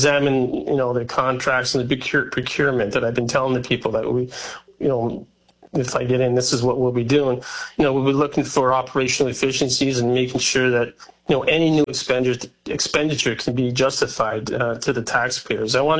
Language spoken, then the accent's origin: English; Welland, Ontario, Canada; I was born and raised in Welland. This is my home.